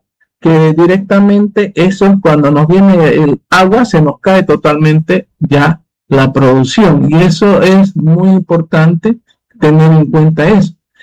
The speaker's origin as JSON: {"language": "Spanish", "country": "Bolivia", "said": "A mí lo más interesante es que nosotros, como boliviano, tenemos que tener en cuenta lo siguiente."}